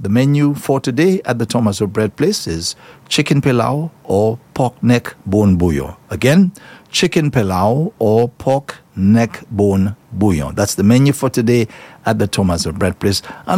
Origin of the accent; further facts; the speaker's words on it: La Clery, Castries, St. Lucia; La Clary, that's my hometown. I feel I say my home community, La Clary.